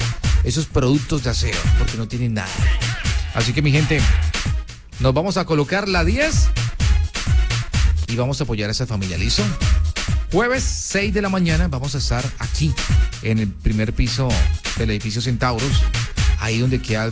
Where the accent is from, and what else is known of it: Colombia; now in Villavicencio, Colombia